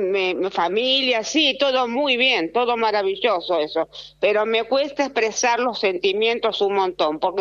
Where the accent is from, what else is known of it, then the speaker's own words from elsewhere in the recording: San Martín, Argentina; Desde la niñez vivo siempre allí, en San Martín.